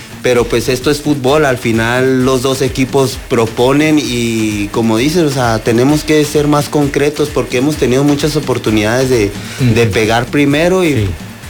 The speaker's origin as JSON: {"language": "Spanish", "town": "Delicias", "region": "Chihuahua", "country": "Mexico", "said": "yo soy de Chihuahua, soy de Delicias, Chihuahua"}